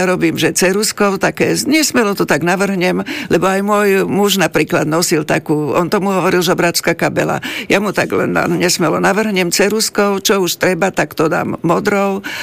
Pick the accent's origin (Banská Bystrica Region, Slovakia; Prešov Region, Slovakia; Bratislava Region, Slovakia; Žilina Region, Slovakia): Žilina Region, Slovakia; Blatnica; A to som bola rada aj preto, že Maša Halamová pochádza z Blatnice, z mojej rodnej obce